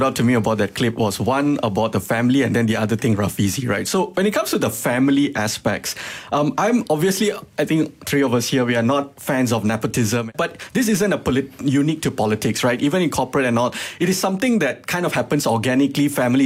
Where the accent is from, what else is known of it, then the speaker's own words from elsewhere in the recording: Johor Bahru, Johor, Malaysia; moved away as an adult; So like for me personally, I grew up in Johor Bahru.